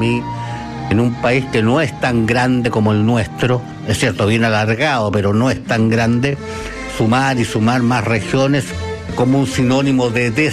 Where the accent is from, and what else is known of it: Chile